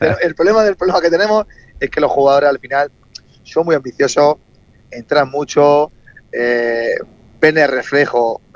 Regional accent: Alcantarilla, Region of Murcia, Spain; No, yo estoy en Fortuna. Yo soy de Alcantarilla, pero estoy en Fortuna precisamente.

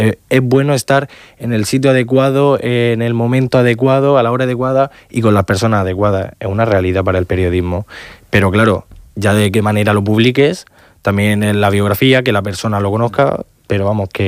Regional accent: Region of Murcia, Spain; Yo no soy mucho de fútbol, pero yo tiro por mi tierra, Real Murcia.

